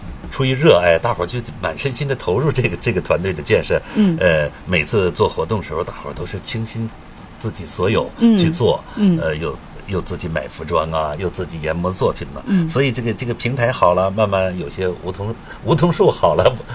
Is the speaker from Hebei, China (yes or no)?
yes; Tangshan, Hebei, China; accent: Tangshan accent; moved away as an adult; now in Changchun, China; 在咱们长春，其实，在当兵的那个时候就做广播员我是唐山人，说话吧就是老坛啊